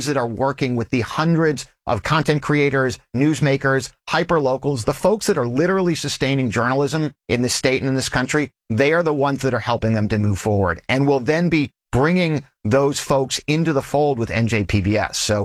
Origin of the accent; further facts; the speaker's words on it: Houston, Texas, United States; I grew up in Houston.